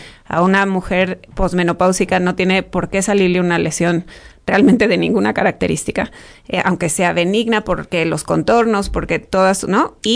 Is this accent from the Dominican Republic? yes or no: no; San Luis Potosí, Mexico; Por ejemplo, yo crecí en San Luis Potosí, ¿no? Ahí estudié medicina y luego ya emprendí mi larga carrera, ¿no?